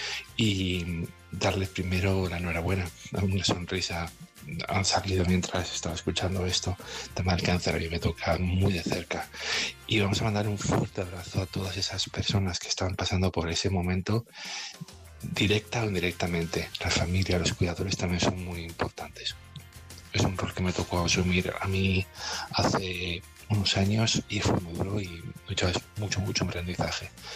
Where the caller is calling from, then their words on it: Alcorcón, Community of Madrid, Spain; de Alcorcón.